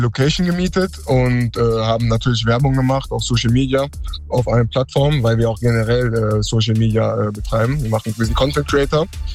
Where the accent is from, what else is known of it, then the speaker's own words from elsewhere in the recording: Germany; Ja genau, ich komme aus dem Kongo, also meine Eltern kommen aus dem Kongo, ich bin aber in Deutschland geboren und aufgewachsen.